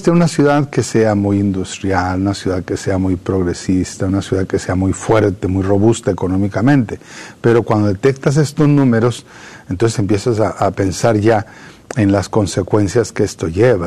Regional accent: Parral, Chihuahua, Mexico; also born or lived in Ciudad Juárez; nosotros llegamos con una familia migrante, nos trasladamos de Parral, Chihuahua, al sur del estado de Chihuahua, en México, hacia Ciudad Juárez en 1980. Los 12 hijos con papá y mamá, allá fuimos a parar a Ciudad Juárez.

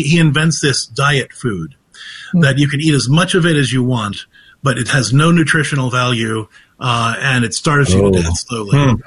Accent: Clairton, Pennsylvania, United States; also born or lived in Ohio; I grew up in Clairton, Pennsylvania, which is the first place that The Deer Hunter was filmed. And then I lived like 10 miles down the road from Mango Junction, Ohio

